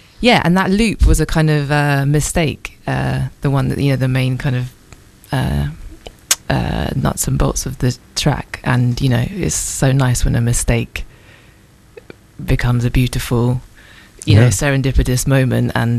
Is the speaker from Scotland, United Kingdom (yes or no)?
no; Southampton, South East England, United Kingdom; moved away as an adult; also born or lived in London; I grew up in Southampton.